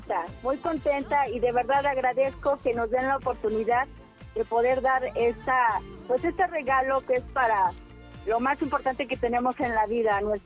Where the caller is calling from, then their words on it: Mexico City, Mexico; En la alcaldía Tláhuac.